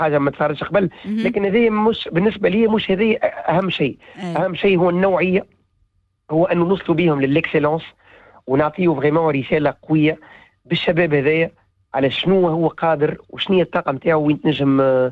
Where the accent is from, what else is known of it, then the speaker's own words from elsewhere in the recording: Tunisia; فخر لينا كتوانسة